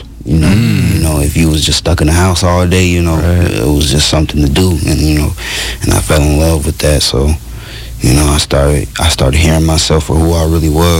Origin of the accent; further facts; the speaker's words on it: St. Paul, Minnesota, United States; that's where I was raised at. You know, moved, you know, to Minneapolis during high school. But, you know, I'm always from St. Paul, you know.